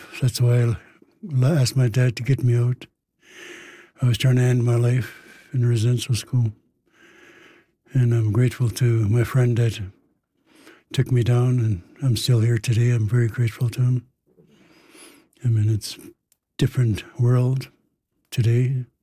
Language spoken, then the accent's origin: English; Ahousaht, British Columbia, Canada; now in Victoria, Canada; I am from Ahuset. It's up past Tofino, 12 miles past Tofino.